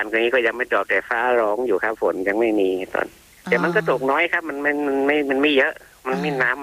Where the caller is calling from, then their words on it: Mae Mo, Lampang, Thailand; ลำปางครับแม่เหมาะครับผม